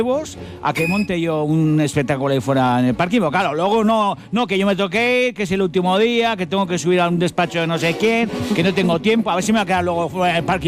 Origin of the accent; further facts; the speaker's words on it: Basque Country, Spain; lo hago por orgullo, porque soy vasco y a mí no me gana ni Bartolo.